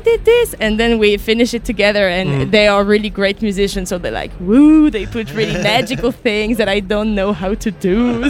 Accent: Haute-Nendaz, Valais, Switzerland; now in Lausanne, Switzerland; But I'm from Valis, I'm from Haute-Nanda in the mountains.

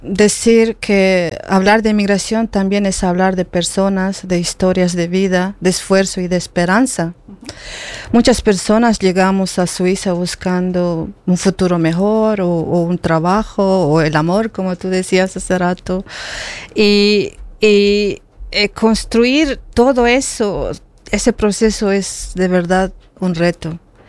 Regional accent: Bolivia; now in Switzerland; En Bolivia también es así. Tenemos problemas de regionalismo.

